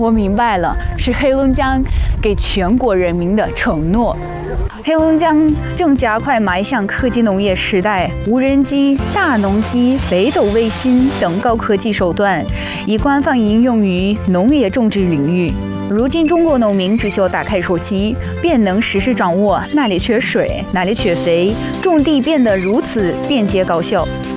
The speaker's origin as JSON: {"language": "Chinese", "country": "Russia", "second_language": "Chinese", "moved": "as an adult", "lives_now": "Harbin, China", "said": "作为一名俄罗斯人，"}